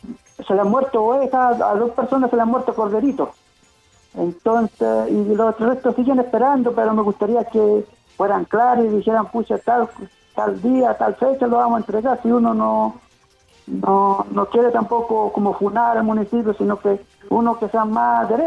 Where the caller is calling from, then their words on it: Chile; Yo estoy llamando de acá de Pilingüe.